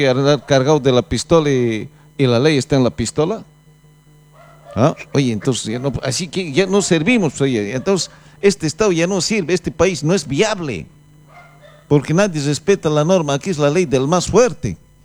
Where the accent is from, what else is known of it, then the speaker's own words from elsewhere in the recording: Llallagua, Potosí, Bolivia; en Yallagua, en mi pueblo